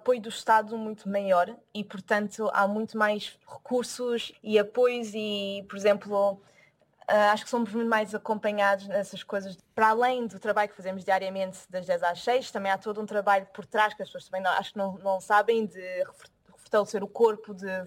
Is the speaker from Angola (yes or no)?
no; Portugal; moved away; also born or lived in Germany; quando fui para a Alemanha, que foi a primeira vez também que saí de Portugal